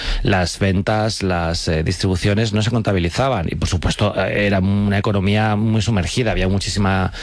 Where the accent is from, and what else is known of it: Alcorcón, Community of Madrid, Spain